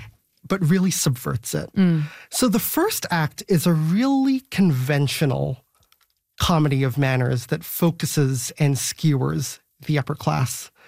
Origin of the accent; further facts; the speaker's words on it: Singapore; I think, you know, as a Singaporean, some of the things didn't work for me